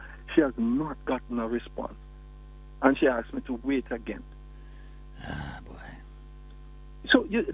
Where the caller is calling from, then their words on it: Saint Mary, Jamaica; I'm from St. Mary